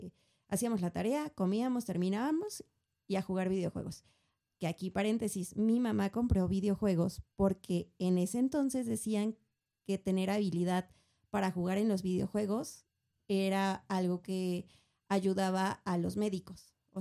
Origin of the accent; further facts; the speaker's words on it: Mexico City, Mexico; Xochimilco está como a 2 horas de todo y en las mañanas está como a 3 horas de todo por el tráfico, porque aparte yo vivo en un lugar donde bajan todos los pueblitos